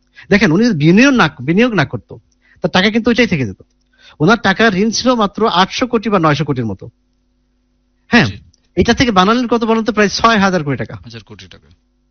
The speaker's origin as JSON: {"language": "Bangla", "town": "Kushtia", "region": "Khulna Division", "country": "Bangladesh", "moved": "yes", "lives_now": "Dhaka, Bangladesh", "said": "আমার বাড়ি কুষ্টিয়া"}